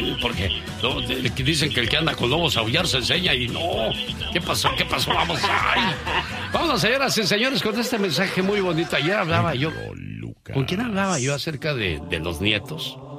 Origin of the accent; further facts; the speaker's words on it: Tijuana, Baja California, Mexico; moved away; Salí de Tijuana, pero Tijuana nunca salió de mí.